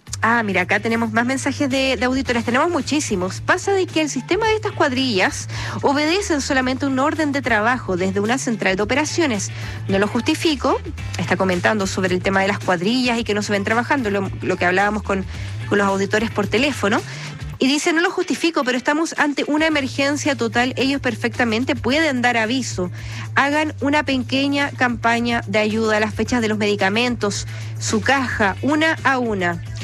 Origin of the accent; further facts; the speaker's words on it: Santiago, Santiago Metropolitan Region, Chile; Hola amigos de Radio Bio Bio, estoy en La Serena, soy de Santiago